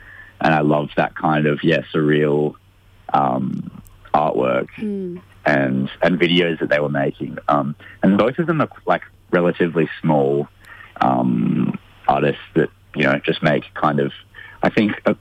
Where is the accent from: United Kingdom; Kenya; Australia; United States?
Australia; Albany, Western Australia; the hometown that we grew up in Western Australia, called Albany.